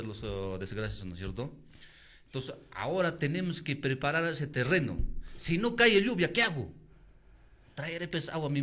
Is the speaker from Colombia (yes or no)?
no; Peru; hermanos peruanos, hermanos tahuantinsuyanos, ¿por qué digo tahuantinsuyanos, hermanos? Porque lamentablemente somos descendientes de los incas